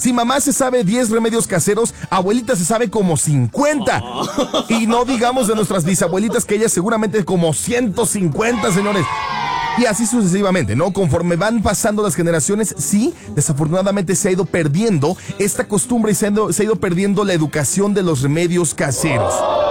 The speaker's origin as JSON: {"language": "Spanish", "country": "Mexico", "said": "nosotros como mexicanos"}